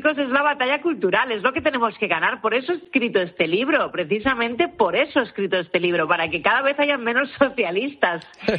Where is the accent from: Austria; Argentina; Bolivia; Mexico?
Argentina; now in Spain; Y mi experiencia como argentina, os lo digo, y agradezco a este país enormemente que me haya dado cabida